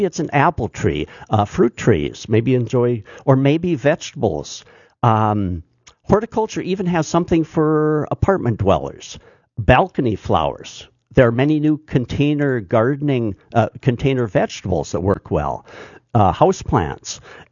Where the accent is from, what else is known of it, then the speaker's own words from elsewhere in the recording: Lisbon, North Dakota, United States; Well, I was born and raised in Lisbon, North Dakota, just a little bit south and west, 75 miles or so south and west of Fargo.